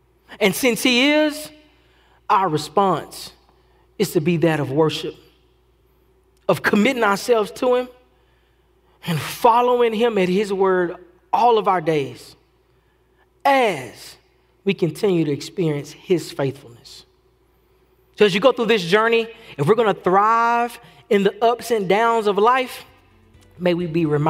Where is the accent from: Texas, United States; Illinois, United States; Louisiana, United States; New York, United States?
Texas, United States; I'm not as country as some people think I am, coming from Texas and my accent.